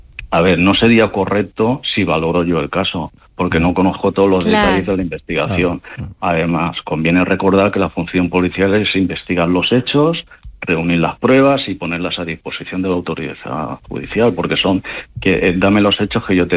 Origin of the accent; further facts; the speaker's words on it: Valencian Community, Spain; Y ya, como valencianos, reservándonos de la comunidad valenciana, pues por ejemplo Sorolla